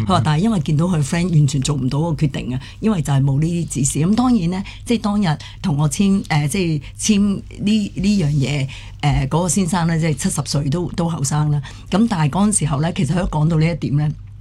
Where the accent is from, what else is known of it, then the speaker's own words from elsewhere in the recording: China; 因為其實有時我哋中國人都比較禁忌啦